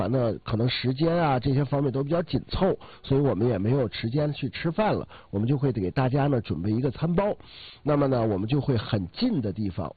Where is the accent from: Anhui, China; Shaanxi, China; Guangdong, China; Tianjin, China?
Tianjin, China; 我们天津人讲话这个叫当当吃海鲜